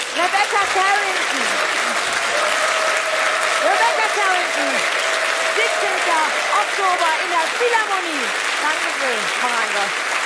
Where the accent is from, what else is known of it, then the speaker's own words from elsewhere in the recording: Oberhausen, North Rhine-Westphalia, Germany; Ich komme aus Oberhausen-Altstaaten. Wie hört sich das denn an? Ne? Der ist mitten im Ruhrpott.